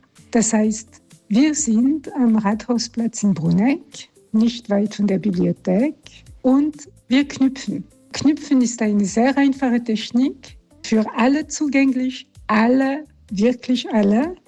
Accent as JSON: {"language": "German", "country": "France", "moved": "yes", "lives_now": "Puster Valley, Italy", "said": "bin Künstlerin, bin Französin und lebe seit schon vielen Jahrzehnten in Pustertal."}